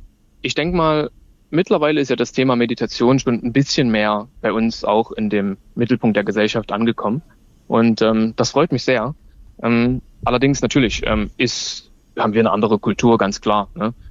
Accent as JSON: {"language": "German", "town": "Erfurt", "region": "Thuringia", "country": "Germany", "also_born_or_lived": "Leipzig / Hamburg", "moved": "as an adult", "lives_now": "India", "said": "Ich komme aus Erfurt, genau, habe dann in Leipzig studiert und in Hamburg auch gearbeitet"}